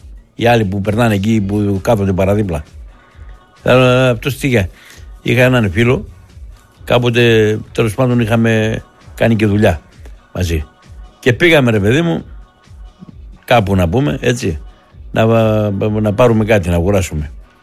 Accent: Thessaloniki, Central Macedonia, Greece; Δηλαδή, άμα το μάθει το παιδί από πού είστε και πού είμαι από τη Θεσσαλονίκη

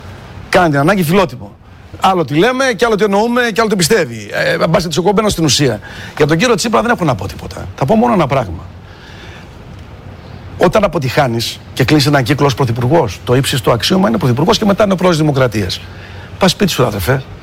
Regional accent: Macedonia, Greece; Ξέρετε, δεν έχω να πω τίποτα για τον άνθρωπο, αλλά ως Μακεδόνας, από τη στιγμή που πρόδωσε τη Μακεδονία, μου είναι απεχθής.

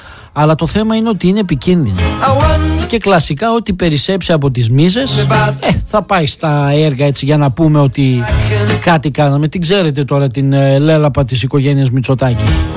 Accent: Greece; Λυπάμαι πραγματικά για τον τόπο μου, ειλικρινά, λυπάμαι για τον τόπο μου.

